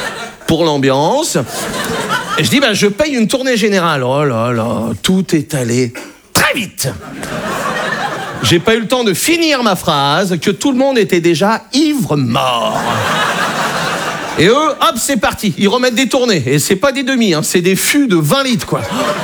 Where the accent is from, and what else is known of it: Brittany, France